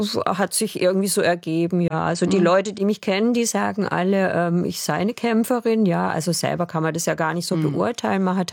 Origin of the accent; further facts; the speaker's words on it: Baden-Württemberg, Germany; accent: Alemannic; also born or lived in Lörrach / Freiburg / Canada; Also ich rede ja eigentlich alemannischen Dialekt und ich konnte wirklich total schlecht Hochdeutsch.